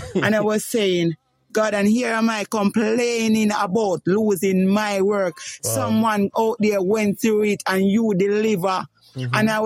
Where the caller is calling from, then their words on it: Clarendon, Jamaica; I'm calling from the beautiful parish of Clarendon.